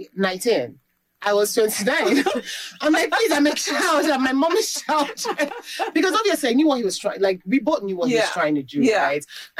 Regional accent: Owerri, Imo, Nigeria; In Owerri. I grew up in Owerri.

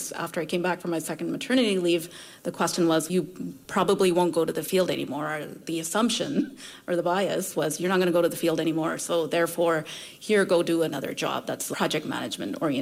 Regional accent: India; also born or lived in Saudi Arabia; I was born in India, but I also was raised in Saudi Arabia.

